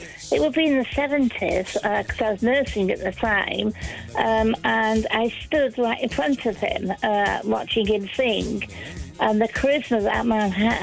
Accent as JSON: {"language": "English", "town": "Northwich", "region": "North West England", "country": "United Kingdom", "tie": "born or raised there", "moved": "yes", "lives_now": "Anglesey, United Kingdom", "said": "from Norwich in Cheshire, my hometown"}